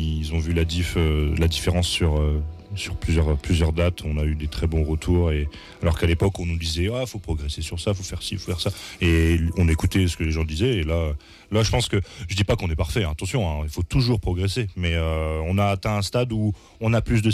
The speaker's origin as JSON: {"language": "French", "town": "Douai", "region": "Hauts-de-France", "country": "France", "said": "Notre premier concert, c'était à Douai, donc on est des Douaisiens."}